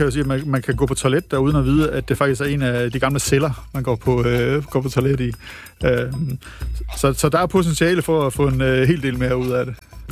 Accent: Aalborg, North Denmark Region, Denmark; og så taler han da nordjysk, og så er jeg jo selv fra Aalborg, så jeg er jo helt blød i knæene.

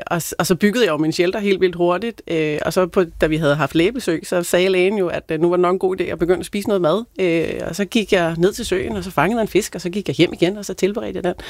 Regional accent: Sønderborg, Region of Southern Denmark, Denmark; jeg er utrolig eksponeret i Sønderborg, hvor jeg kommer fra, fordi jeg har en butik og sådan noget.

